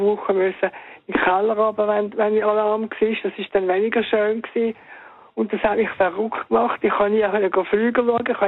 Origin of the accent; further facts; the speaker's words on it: Andelfingen, Zurich, Switzerland; In Andelfingen, im Wieland, also relativ nahe an der deutschen Grenze.